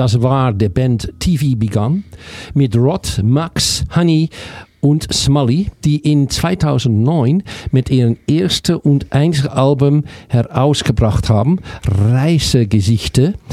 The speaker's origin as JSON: {"language": "German", "town": "Amsterdam", "region": "North Holland", "country": "Netherlands", "second_language": "German", "moved": "yes", "said": "Ich bin aus Amsterdam"}